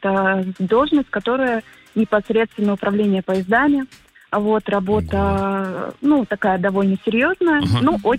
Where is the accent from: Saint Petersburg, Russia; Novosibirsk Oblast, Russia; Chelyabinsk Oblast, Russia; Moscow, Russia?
Novosibirsk Oblast, Russia; Novosibirsk; мы из города Новосибирск.